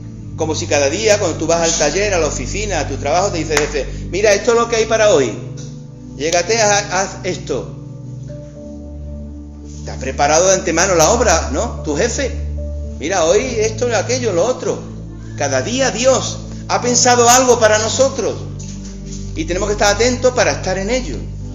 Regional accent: Spain; por ser españoles, por tener nuestra cultura, nuestra mentalidad, nuestra interpretación.

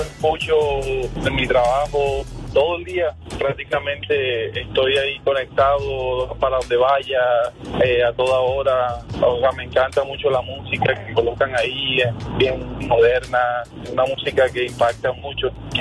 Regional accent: Colombia; Bueno, yo soy colombiano.

